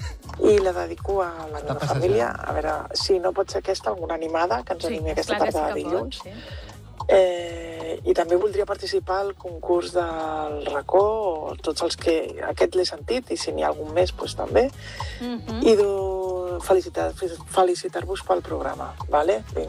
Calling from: Vallirana, Catalonia, Spain; de Vallirana

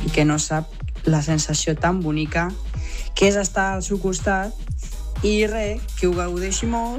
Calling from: Terrassa, Catalonia, Spain; des de Terrassa

